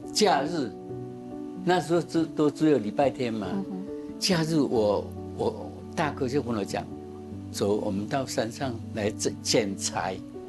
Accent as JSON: {"language": "Chinese", "town": "Zhushan", "region": "Nantou County", "country": "Taiwan", "said": "南投竹山"}